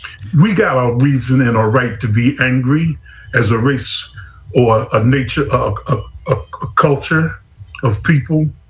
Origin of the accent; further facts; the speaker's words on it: Philadelphia, Pennsylvania, United States; now in Texas, United States; I'm always ready to go to war because I'm straight up from North Philly, even though I'm living here in Texas.